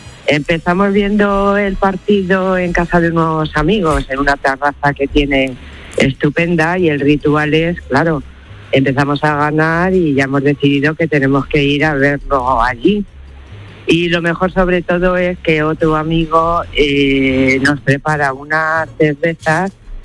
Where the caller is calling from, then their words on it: Toledo, Castilla-La Mancha, Spain; Soy de Toledo.